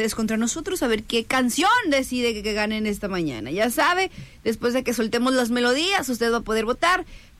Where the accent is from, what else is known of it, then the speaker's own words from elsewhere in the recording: Colima, Mexico; Soy de Colima